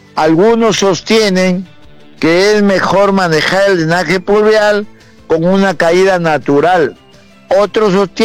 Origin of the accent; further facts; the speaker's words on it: Monsefú, Lambayeque, Peru; En mi pueblo de Monsevú le entregaron 35 millones, por ejemplo, para que culmine el agua y el agua.